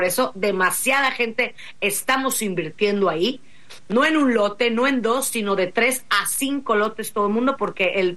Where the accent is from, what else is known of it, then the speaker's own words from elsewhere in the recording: Monterrey, Nuevo León, Mexico; now in Yucatán, Mexico; Yo que soy de acá, tú sabes que yo soy regia